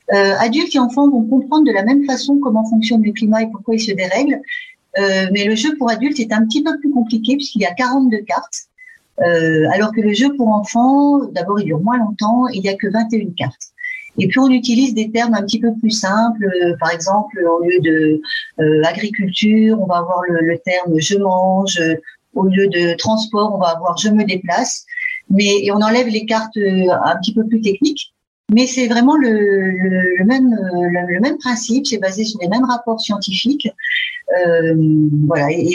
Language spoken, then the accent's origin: French; France; moved away as an adult; now in Frankfurt am Main, Germany; je suis française et je vis à Francfort-sur-le-Main depuis 8 à 9 ans. Voilà. Je me suis installée parce que mon mari travaille à Francfort.